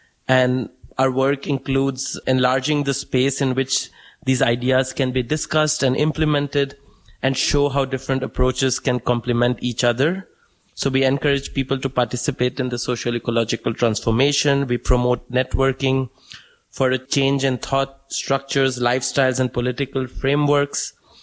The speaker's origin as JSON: {"language": "English", "country": "India", "moved": "as an adult", "lives_now": "Leipzig, Germany", "said": "I come from India and I've been living here in Leipzig for the last 5 years, almost six now."}